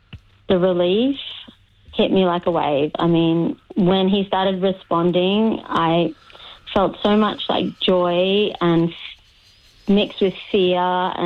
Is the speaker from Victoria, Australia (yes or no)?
no; Northern Territory, Australia; now in Gold Coast, Australia; I'm originally from the Arnhem Land and now I live on the Gold Coast.